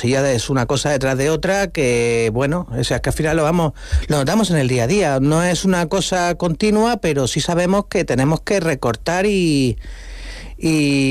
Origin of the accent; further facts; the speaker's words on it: Cartagena, Region of Murcia, Spain; Soy de Cartagena, nací aquí, tengo toda la vida viviendo aquí.